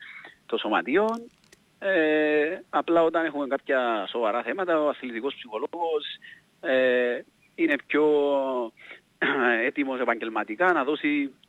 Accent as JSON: {"language": "Greek", "town": "Peristerona", "country": "Cyprus", "tie": "born or raised there", "said": "Εγώ μεγάλωσα στην Περιστερών."}